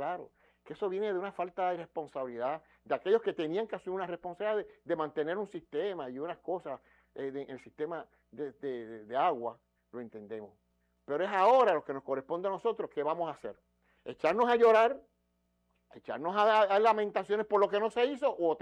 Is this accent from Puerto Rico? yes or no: yes; Puerto Rico; born there; como puertorriqueño que ama esta tierra, que nací aquí y adoro mi tierra.